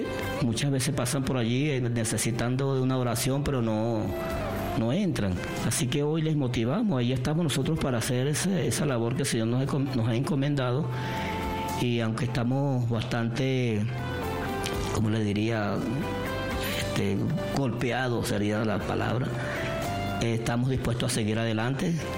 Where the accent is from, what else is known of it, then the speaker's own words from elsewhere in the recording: Venezuela; estamos esperando también ese gran aporte como venezolanos